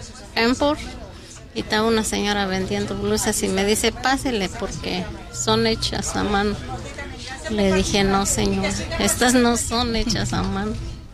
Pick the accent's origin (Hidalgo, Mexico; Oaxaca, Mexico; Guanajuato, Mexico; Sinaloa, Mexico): Oaxaca, Mexico; Santa María Asunción; born there; moved away; Mi pueblo es Santa María Asunción.